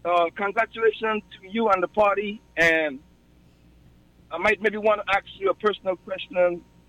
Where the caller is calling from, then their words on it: Nevis, St. Kitts & Nevis; being that I'm from Nevis